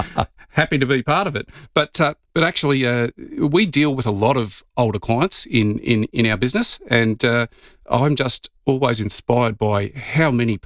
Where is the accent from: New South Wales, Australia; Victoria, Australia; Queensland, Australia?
Victoria, Australia; now in South Australia, Australia; And I moved over to South Australia back in 2002. I'm originally from Victoria, so don't hold that against me.